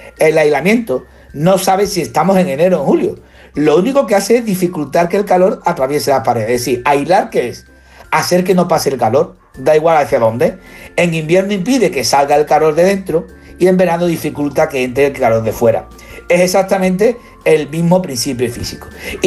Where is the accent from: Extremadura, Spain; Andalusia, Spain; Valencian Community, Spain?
Andalusia, Spain; Seville